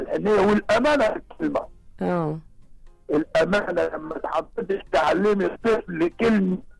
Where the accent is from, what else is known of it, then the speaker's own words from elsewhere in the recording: Cairo, Cairo Governorate, Egypt; لان انا اساسا اتربيت شغلتي دي في مصر الجديده في ميدان الجامع.